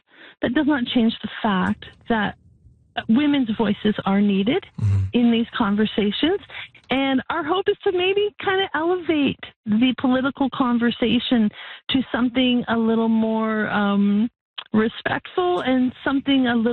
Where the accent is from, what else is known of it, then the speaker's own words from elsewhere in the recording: Alberta, Canada; I grew up as a very proud Canadian. As a young woman in my early 20s, I spent a year and a half in northern Belgium and the Netherlands, mostly northern Belgium